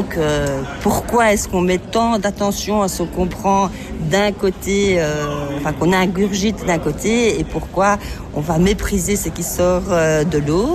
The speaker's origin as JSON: {"language": "French", "country": "Luxembourg", "tie": "born or raised there", "moved": "as an adult", "lives_now": "Brussels, Belgium", "said": "je suis une artiste multidisciplinaire luxembourgeoise. Donc je suis née à Bruxelles, mais j'ai grandi au Grand-Duché de Luxembourg. J'ai pris la nationalité luxembourgeoise parce que j'étais scolarisée là-bas. Et après, je suis revenue en Belgique pour faire mes études"}